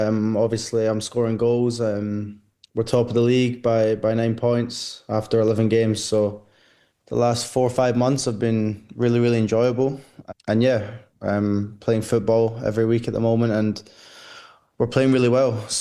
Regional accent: Glasgow, Scotland, United Kingdom; now in Sweden; I'm born and raised in Glasgow and yeah, I'm definitely Scottish.

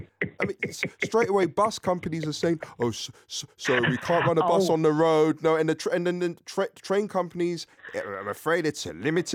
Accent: England, United Kingdom; no, it's not for me. I'm English. I don't like the weather. Don't like the hot weather.

